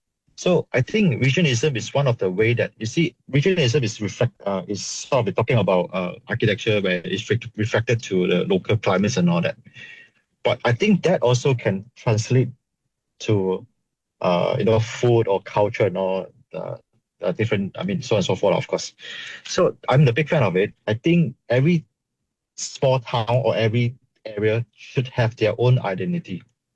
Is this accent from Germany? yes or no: no; Malaysia; as a Malaysian.